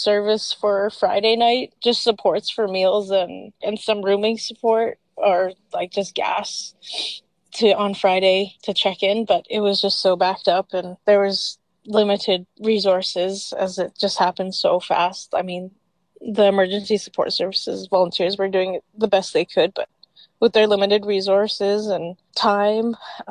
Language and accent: English; Penticton, British Columbia, Canada; I'm originally from Penticton, and my home community is Penticton Indian Band.